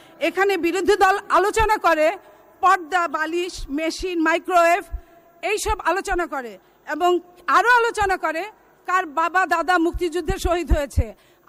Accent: Jamalpur, Mymensingh Division, Bangladesh; আমি জামালপুরের মেয়ে, আমি নকশিকাঁথার এলাকার মেয়ে, আমি ব্রহ্মপুত্র নদের এলাকার মেয়ে এবং আমি সবজির এলাকার মেয়ে।

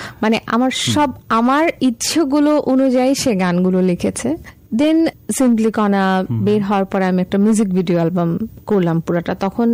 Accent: Dhaka, Dhaka Division, Bangladesh; আমার জন্ম ঢাকায়, আমার বেড়ে ওঠাও ঢাকায় এবং আমার গান শেখা সবকিছুই ঢাকাতেই।

